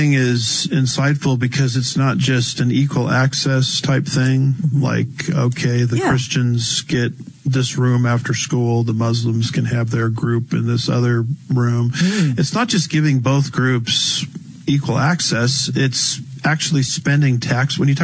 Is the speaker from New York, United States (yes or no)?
no; California, United States; my home state, which once was the great state of California.